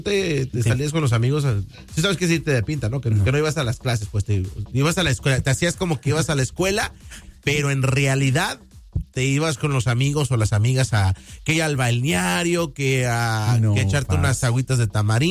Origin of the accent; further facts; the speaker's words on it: Mexico; hablando como de mí, que soy mexicano.